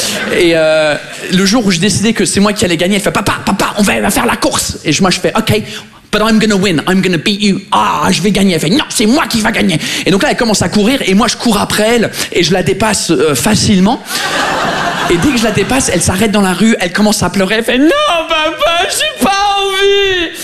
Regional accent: England, United Kingdom; French is a second language; now in France; je suis anglais. Ça fait 15 ans que je suis là, ça fait 15 ans que j'essaye de maîtriser votre langue. Presque, je la maîtrise presque à 100%. Mon problème, c'est que j'ai maîtrisé l'accent, mais pas la grammaire. Du coup, les Français qui me rencontrent pensent que je suis français.

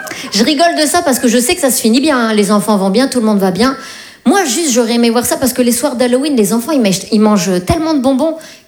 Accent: France; Parce qu'on est Français, voilà, c'est pour ça.

